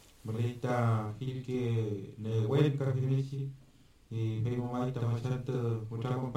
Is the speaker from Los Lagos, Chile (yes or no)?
yes; San Juan de la Costa, Los Lagos, Chile; soy machi de San Juan de la Costa, Osorno.